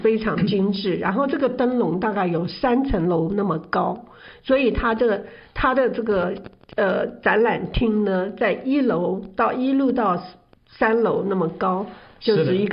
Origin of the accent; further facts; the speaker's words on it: China; 那你想，我们中国人家讲我们有5000年文化